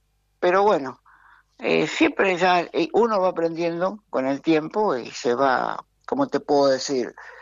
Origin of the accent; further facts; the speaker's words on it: Ramallo, Buenos Aires Province, Argentina; moved away as an adult; now in Ushuaia, Argentina; Me crié en Ramallo, en esa zona, y me encanta esa zona.